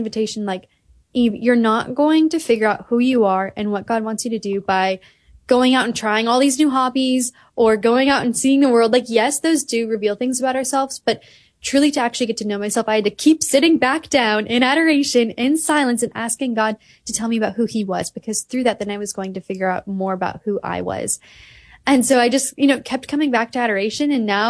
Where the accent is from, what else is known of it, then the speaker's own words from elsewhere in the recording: Wisconsin, United States; moved away as an adult; now in Washington, D.C., United States; I moved 1,000 miles away from home. I live now in the DC area and I grew up in Wisconsin